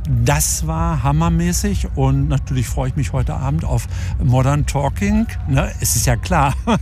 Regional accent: Fischbeck, Germany; Ich komme aus Fischbeck

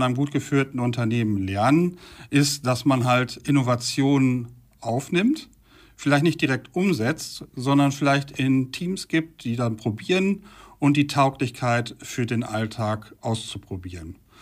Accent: Holthausen-Biene, Lower Saxony, Germany; wenn ich jetzt zum Beispiel in meinen Heimatort in Holthausen und Biene schaue, dort haben wir na klar eine sehr dörfliche Struktur, einen guten Zusammenhalt

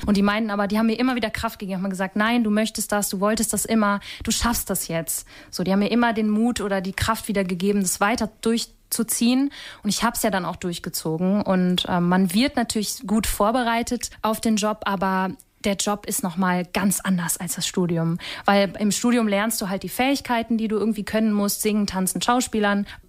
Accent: Osnabrück, Lower Saxony, Germany; ich da angenommen wurde in Osnabrück. Und es war natürlich auch toll, dass es dann hier war, in meiner Heimat.

